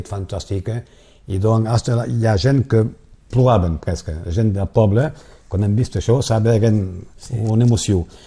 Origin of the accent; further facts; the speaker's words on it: Occitania, France; Hasta quan era petit a Saguet pel bal dels nins